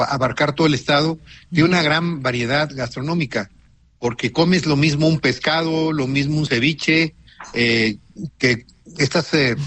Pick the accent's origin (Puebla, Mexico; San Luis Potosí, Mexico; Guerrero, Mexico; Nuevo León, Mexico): Guerrero, Mexico; Chilpancingo; born there; fundamentalmente esto que te decía en la zona centro de donde yo nací en Chilpancingo, uh-huh, el pozole, que es originario precisamente de Guerrero.